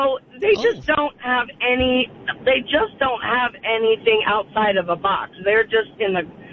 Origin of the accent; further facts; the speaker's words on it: East Coast, United States; I'm not from Ohio. I'm from the East Coast.